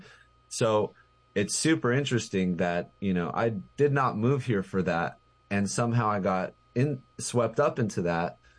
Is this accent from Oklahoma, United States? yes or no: no; Albuquerque, New Mexico, United States; I came from Albuquerque. We have family in, you know, Colorado, other places.